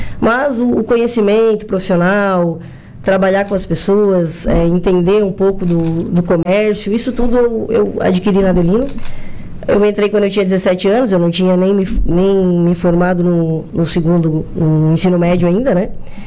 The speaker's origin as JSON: {"language": "Portuguese", "town": "Meleiro", "region": "Santa Catarina", "country": "Brazil", "tie": "born there", "also_born_or_lived": "Tubarão", "said": "eu tenho 37 anos, né? Sou natural de Tubarão. Mas morei boa parte da minha vida em Meleiro, né? A gente veio, minha família voltou para Meleiro em meados, quando eu tinha 8 anos, mais ou menos."}